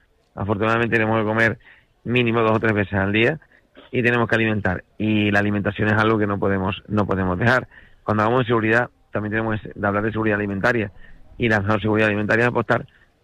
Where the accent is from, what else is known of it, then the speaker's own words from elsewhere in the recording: Isora, Canary Islands, Spain; ahora mismo me encuentro en Isora ahora mismo. Bueno, Isora, el pueblo donde yo nací, soy nativo de aquí, del pueblo de Isora